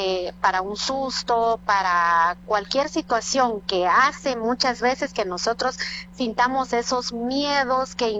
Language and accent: Spanish; Santiago Atitlán, Sololá, Guatemala; yo vengo de Santiago Atitlán.